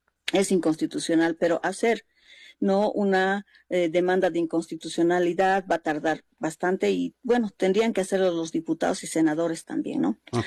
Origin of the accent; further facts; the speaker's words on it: Bolivia; nuestros derechos como bolivianos